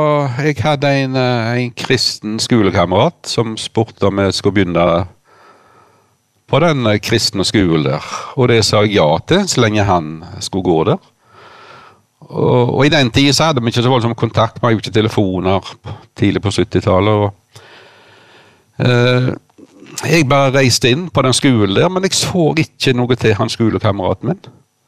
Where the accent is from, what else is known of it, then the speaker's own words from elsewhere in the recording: Sævlandsvik, Rogaland, Norway; Så vi vokste opp her i Sævlandsvikta. Bare en steinkast herifra som vi sitter nå.